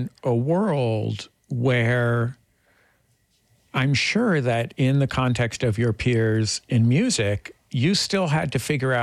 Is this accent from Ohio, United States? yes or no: no; San Francisco, California, United States; But I grew up in San Francisco, and I knew more people that died of HIV than I knew died of COVID.